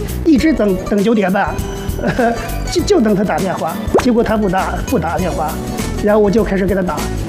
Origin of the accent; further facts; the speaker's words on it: Shijiazhuang, Hebei, China; 石家庄的。